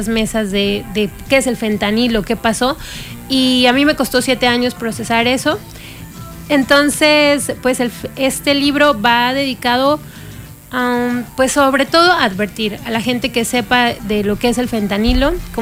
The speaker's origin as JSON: {"language": "Spanish", "town": "Celaya", "region": "Guanajuato", "country": "Mexico", "tie": "born or raised there", "said": "En Celaya, Guanajuato. Yo soy originaria de Celaya."}